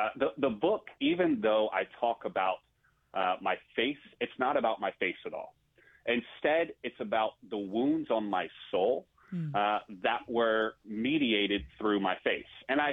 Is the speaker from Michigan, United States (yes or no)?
no; Raleigh, North Carolina, United States; born or raised there; moved away as an adult; also born or lived in Brooklyn, New York; now in Eugene, United States